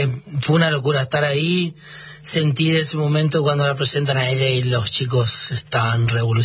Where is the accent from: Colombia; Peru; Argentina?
Argentina; Gran Guardia, Formosa; Soy de Formosa, nacido en Formosa Capital. Pero bueno, me crié en un pueblito chiquito que está a 76 kilómetros de la capital, que se llama Gran Guardia.